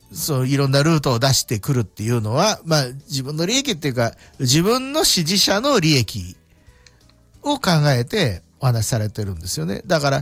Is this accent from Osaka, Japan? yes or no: yes; Osaka, Japan; now in Toyama, Japan; 私、大阪出身の人間からしてもらうと、新大阪は大阪じゃないからね。